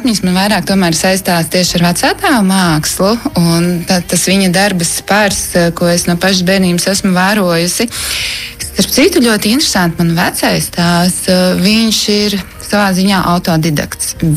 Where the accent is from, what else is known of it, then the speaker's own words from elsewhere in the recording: Talsi, Talsi Municipality, Latvia; no Talsiem, no Kurzemes.